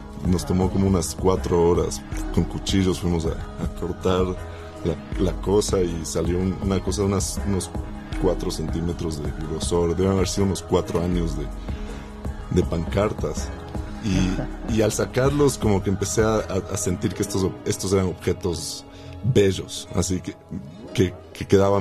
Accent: Ecuador; also born or lived in Quito; Es un nivel burocrático de cómo somos los ecuatorianos.

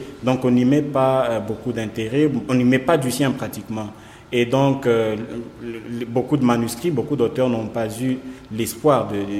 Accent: Kolwezi, Lualaba, DR Congo; born or raised there; moved away as an adult; now in Lubumbashi, DR Congo

